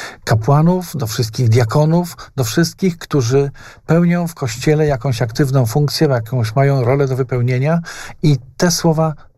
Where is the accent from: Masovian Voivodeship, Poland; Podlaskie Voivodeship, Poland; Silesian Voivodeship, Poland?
Podlaskie Voivodeship, Poland; Łomża; miasta, w którym się urodziłem, w którym żyję i pracuję